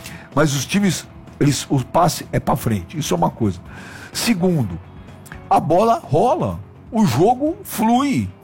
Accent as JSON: {"language": "Portuguese", "country": "Brazil", "said": "nós somos brasileiros."}